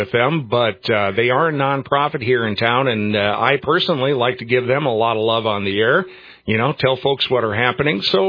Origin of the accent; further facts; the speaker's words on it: North Dakota, United States; also born or lived in Minnesota / Nashville, Tennessee; now in Holland, United States; I grew up in North Dakota, Minnesota. I rooted for the Minnesota Vikings. Then I spent almost 25 years in Nashville, Tennessee.